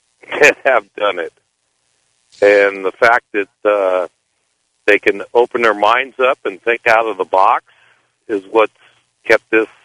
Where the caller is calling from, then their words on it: San Francisco Bay Area, California, United States; I'm calling from the San Francisco Bay Area